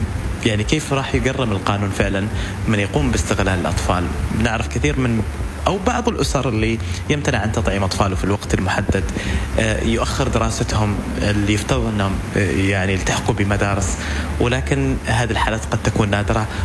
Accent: Oman; إحنا كمجتمع عماني

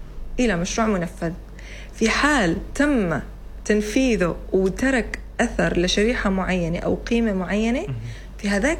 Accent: Oman; انا كنت من عمان

